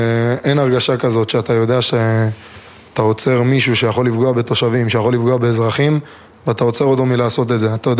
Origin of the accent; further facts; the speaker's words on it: Gan Yavne, Central District, Israel; אני בן 19 מגן יבנה